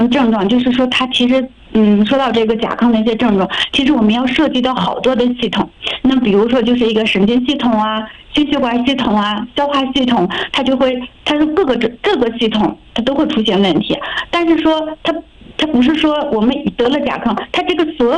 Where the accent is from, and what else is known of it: China